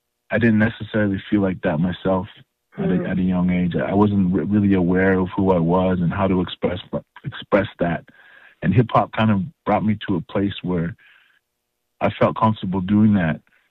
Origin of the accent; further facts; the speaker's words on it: Saskatoon, Saskatchewan, Canada; born there; also born or lived in Calgary; So I was born in Saskatoon, Saskatchewan, and I'm originally from the Muskaugan and Cody First Nations in Saskatchewan as well, Treaty 4 area.